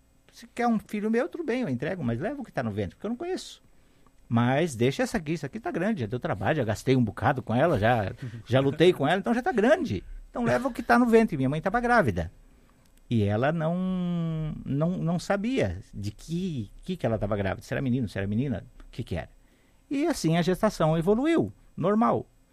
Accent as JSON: {"language": "Portuguese", "town": "Pitanga", "region": "Paraná", "country": "Brazil", "said": "Eu sou do Paraná, sou de uma região chamada Pitanga, bem no centro do Paraná."}